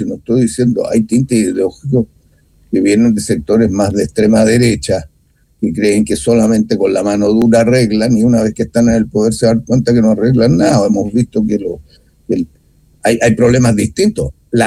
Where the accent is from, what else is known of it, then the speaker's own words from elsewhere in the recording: Chile; me preocupa como chileno